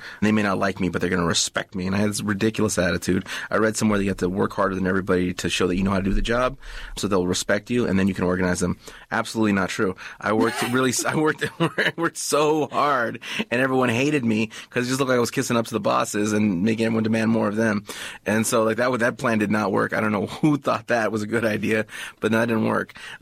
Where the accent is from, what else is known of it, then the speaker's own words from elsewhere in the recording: Los Angeles, California, United States; Well, growing up in El Sereno, it was a very beautiful thing. It's a very wonderful, great neighborhood, very vibrant.